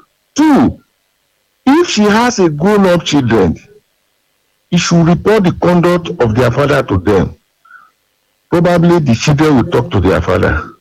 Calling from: Olodo, Nigeria; I'm calling from Olodo.

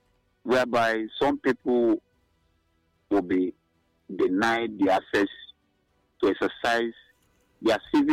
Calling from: Nigeria; I'm calling from Okwabinimbo. Okwabinimbo is in Ozo and a local government.

